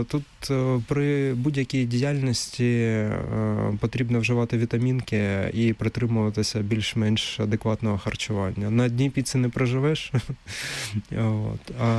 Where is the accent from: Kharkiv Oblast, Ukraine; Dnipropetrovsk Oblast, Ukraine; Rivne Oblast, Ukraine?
Kharkiv Oblast, Ukraine; Kharkiv; Раніше, до повномасштабного вторгнення, наприклад, в Харкові, це моє рідне місто, і в моєму клубу, в клубі «Шарухань» було три дитячі секції.